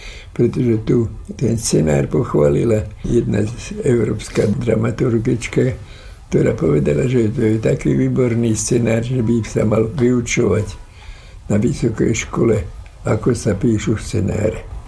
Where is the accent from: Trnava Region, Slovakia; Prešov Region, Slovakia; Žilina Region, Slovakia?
Trnava Region, Slovakia; Skalica; also born or lived in Kopčany; Tam som začal chodiť do školy, tam som prežil všetky historické premeny. Ja som tak prilepený k Skalici, že to muselo znechať nejakú stopu vo mne. Ale narodil som sa v Kopčanoch.